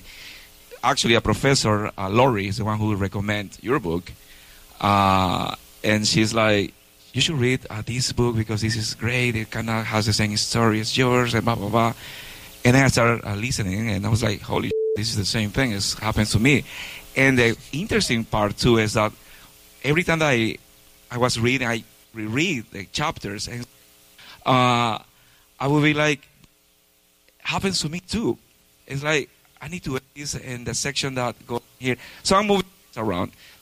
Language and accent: English; Ecuador; now in United States; About the same experience, because I came here. I'm from Ecuador. I don't know if I said that.